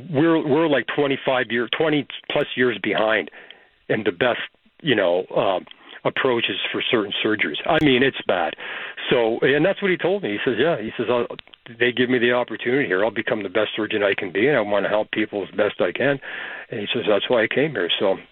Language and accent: English; Windsor, Ontario, Canada; When I was younger, I grew up in Windsor. So I was always hopping the border, you know, went to Detroit and Michigan and going to a lot of states. I have family in Michigan. I have family down in Florida.